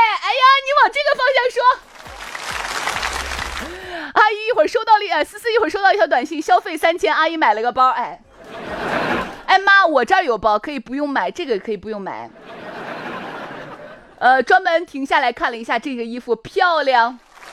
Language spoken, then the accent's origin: Chinese; Shaanxi, China; accent: Shaanxi dialect; 我们陕西话就这样